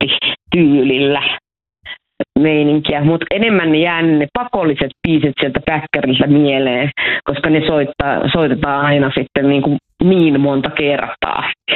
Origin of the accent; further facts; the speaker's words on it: Oulu, North Ostrobothnia, Finland; nyt on koulussa kotikaupungissani ilmakitaran 30-vuotiaat ja on aikoinaan toiminut siellä tuota, tällaisena kansainvälisenä ilmakitara-emäntänä jopa ihan tota, tämmöiseen dokumenttiin asti ja silloinkin käytiin karaokeessa, eli Oulun klassisessa karaokevaarissa